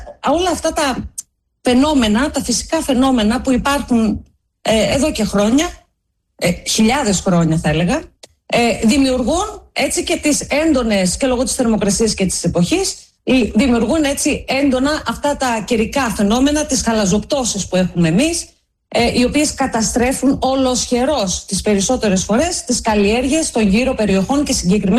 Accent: Trilofo, Central Macedonia, Greece; also born or lived in Monospita, Naousa; Να δώσω πολλούς χαιρετισμούς στα χωριά μου, στον Τρίλοφο της Βέρειας και στα Μονόσπιτα της Νάουσας.

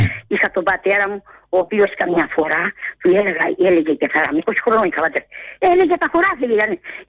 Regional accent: Peloponnese, Greece; born there; moved away; Στα Νεμοδούρη απ' έξω, στη Μεγαλόπολη απ' έξω

